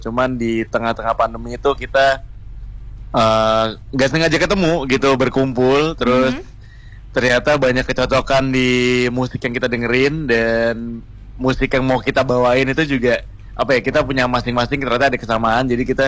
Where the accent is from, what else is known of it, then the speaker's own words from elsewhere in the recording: Surabaya, East Java, Indonesia; Iya, kami dari Surabaya.